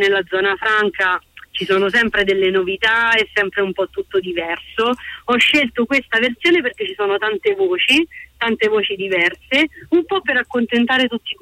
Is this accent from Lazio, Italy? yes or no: yes; Ostia, Lazio, Italy; Non so se si percepisce dal mio dialetto. Cerco di parlare in dizione, è vero, delle mie origini teatrali, però io vengo da Roma, anzi posso dire da Ostia.